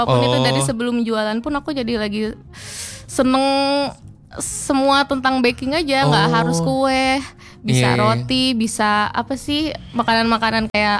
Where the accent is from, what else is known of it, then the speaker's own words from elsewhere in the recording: Bandung, West Java, Indonesia; Aku dari daerah Antapani, Kak.